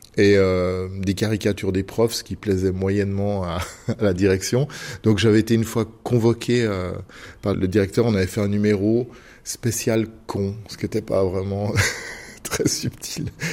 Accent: Fribourg, Switzerland; un petit peu partout en Suisse, je crois. En tout cas en Suisse romande, mais nous on vient de Fribourg.

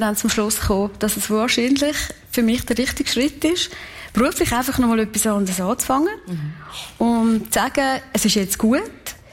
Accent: Kaltbrunn, St. Gallen, Switzerland; born or raised there

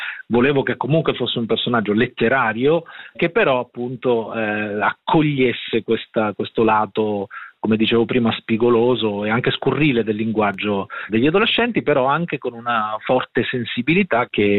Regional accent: Sant'Elpidio a Mare, Marche, Italy; la mia paese o città di origine si chiama Sant'Elpidio a Mare, però non c'è il mare. La cosa buffissima è questa, no? Un po' come Adriatica, una città che c'è ma non esiste. Il mio paese si chiama Sant'Elpidio a Mare, ma è in collina, e quindi il mare si vede solo da lontano.

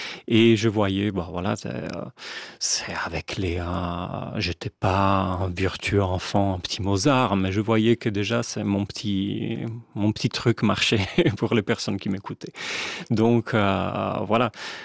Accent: Como, Lombardy, Italy; moved away as an adult; now in Switzerland; je suis italien, je viens de Como, ma ville natale est Como, où j'ai vécu jusqu'à mes 25 ans, avant d'aménager ici en Suisse romande.

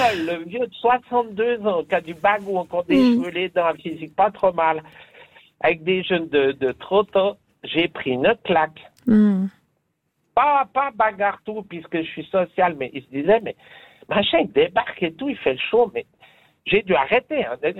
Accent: Lausanne, Vaud, Switzerland; moved away as an adult; also born or lived in Vevey / Montreux / Sainte-Croix; now in Neuchâtel, Switzerland; Je suis né à Lausanne, j'ai fait 50 ans à Lausanne. Après, j'ai fait Cublan, Montreux, j'ai tout fait.

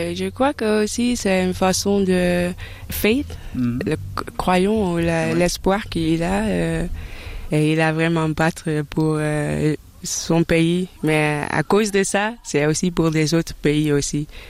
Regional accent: Amsterdam, North Holland, Netherlands; French is a second language; J'ai grandi à Amsterdam, en Hollande.

